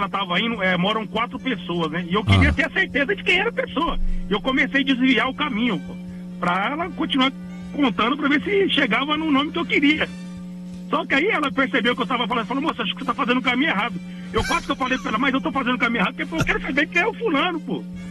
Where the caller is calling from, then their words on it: Brazil; Tô falando do Parque Santo Antônio